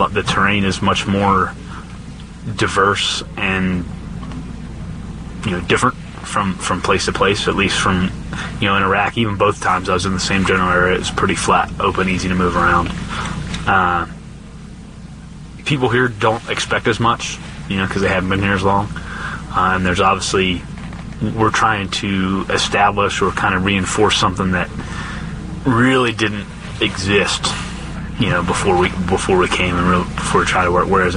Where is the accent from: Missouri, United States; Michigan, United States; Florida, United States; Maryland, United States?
Maryland, United States; Denton; also born or lived in Annapolis, Maryland; I'm from Denton, Maryland. I'm 30 years old.